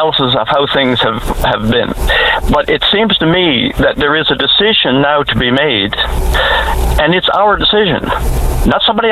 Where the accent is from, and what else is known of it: Newfoundland and Labrador, Canada